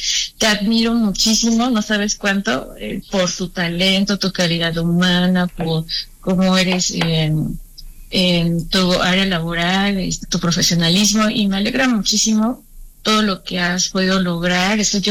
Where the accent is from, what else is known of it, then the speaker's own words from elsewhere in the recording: Mexico City, Mexico; now in Cuernavaca, Mexico; bueno, yo soy de la Ciudad de México.